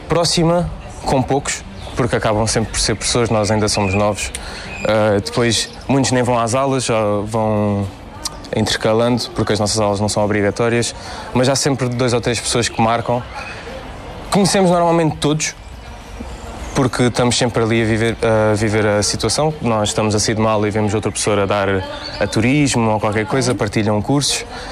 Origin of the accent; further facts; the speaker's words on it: Alentejo, Portugal; also born or lived in Lisbon; now in Faro, Portugal; Não sou do Algarve, sou do Alentejo, venho das Novas. Tenho 20 anos